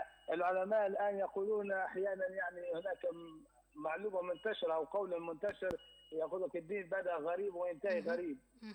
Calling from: Libya; بلادنا ليبيا الحبيبة

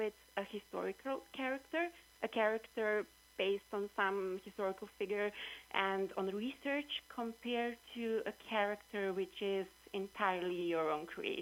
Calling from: Serbia

